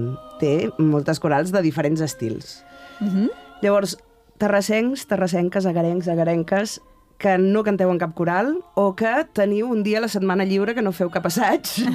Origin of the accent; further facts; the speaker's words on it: Sant Quirze, Catalonia, Spain; I dic, ai, calla, que jo sóc gallega de Sant Quirze